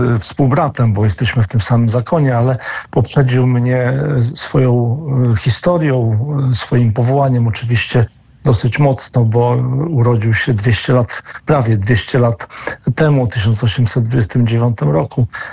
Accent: Biała Podlaska, Lublin Voivodeship, Poland; urodziliśmy się w tym samym mieście Białej Podlaskiej

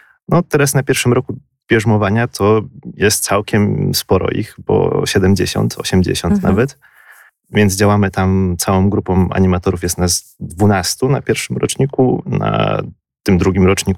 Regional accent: Lower Silesian Voivodeship, Poland; moved away as an adult; now in Warsaw, Poland; ja w ogóle jestem z Dolnego Śląska

